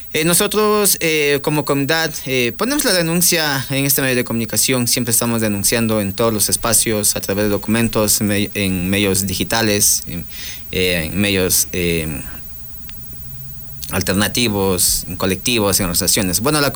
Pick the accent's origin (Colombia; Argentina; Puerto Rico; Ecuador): Ecuador; Napo; soy presidente de la comunidad Quichua Ancestral, Zaguata y la San Clemente Chucapi, pertenecientes al cantón Carlos Julio de Osamena de la provincia de Napo